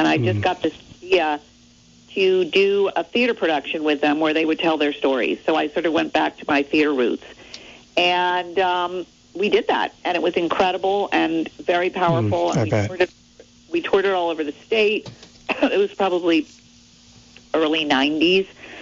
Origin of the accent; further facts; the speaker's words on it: Middlebury, Vermont, United States; Yeah, well, I grew up in Middlebury, Vermont. My dad was the dean of Middlebury College, so I grew up with, and he was a philosopher.